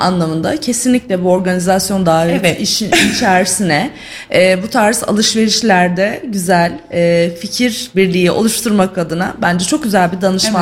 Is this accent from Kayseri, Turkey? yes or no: no; Sivas, Turkey; Bir Sivaslı olarak.